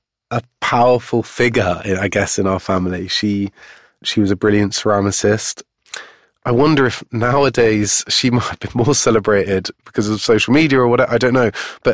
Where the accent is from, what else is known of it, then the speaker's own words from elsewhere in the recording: Cheltenham, South West England, United Kingdom; I had a really great upbringing in that town.